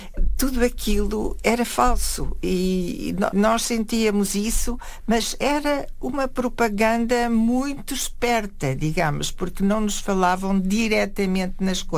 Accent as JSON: {"language": "Portuguese", "town": "Coimbra", "region": "Centro", "country": "Portugal", "tie": "born or raised there", "said": "eu andei na escola pública, no liceu Infanta Dona Maria, em Coimbra, onde nasci"}